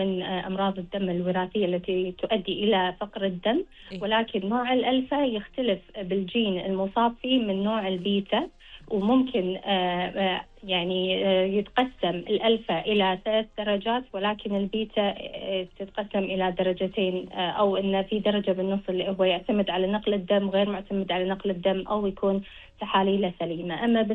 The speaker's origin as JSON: {"language": "Arabic", "country": "Kuwait", "said": "عندنا في الكويت"}